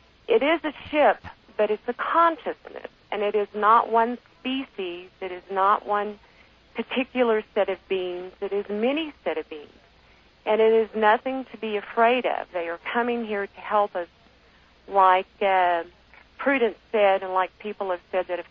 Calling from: Santa Fe, New Mexico, United States; I'm calling from Santa Fe, New Mexico.

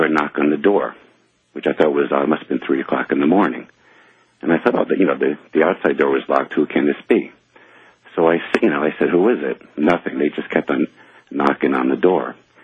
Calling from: New York City, New York, United States; And I'm calling from New York, New York.

